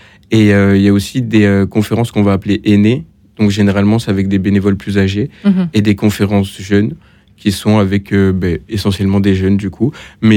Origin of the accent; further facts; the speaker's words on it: Montpellier, Occitanie, France; parce que j'étais dans une nouvelle ville, parce que de base, je viens de Montpellier. Là, j'étais arrivé en Île-de-France et je ne connaissais pas beaucoup de monde.